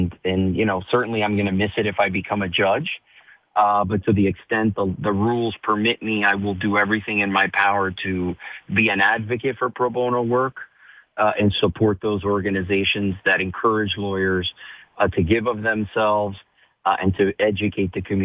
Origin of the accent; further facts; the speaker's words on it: Miami-Dade, Florida, United States; I grew up here in Miami-Dade.